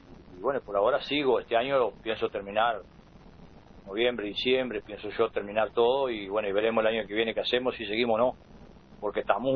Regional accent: Guichón, Paysandú, Uruguay; also born or lived in Fray Bentos; me vine para Guichón del Todo

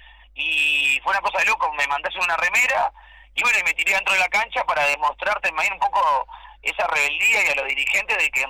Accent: Ciudad del Plata, San José, Uruguay; mañana yo soy vecino de Ciudad del Plata, y no dejo de ser vecino de Ciudad del Plata.

